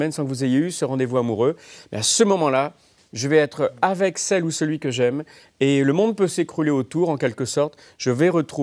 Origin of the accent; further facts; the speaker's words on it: France; pas juste parce qu'on est français, vous savez, avec cette image de romantisme.